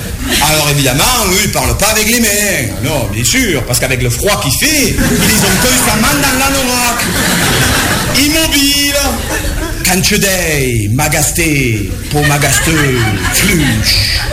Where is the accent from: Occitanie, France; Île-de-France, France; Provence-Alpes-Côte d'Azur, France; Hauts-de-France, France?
Provence-Alpes-Côte d'Azur, France; Marseille; born there; Non, je suis né à Marseille, qu'est-ce que vous voulez que j'y fasse?